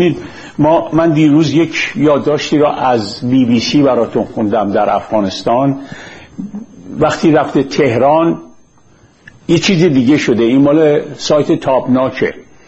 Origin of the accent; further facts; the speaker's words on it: Iran; گفتم من یه ایرانیم